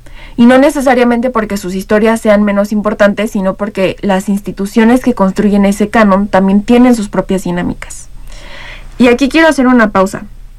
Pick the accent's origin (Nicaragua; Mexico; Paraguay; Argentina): Mexico